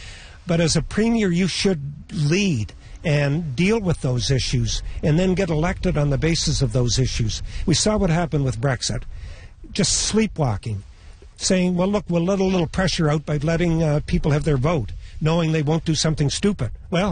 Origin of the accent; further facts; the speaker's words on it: New Brunswick, Canada; I'm prouder to be Canadian even than being a New Brunswicker. I'm a Canadian first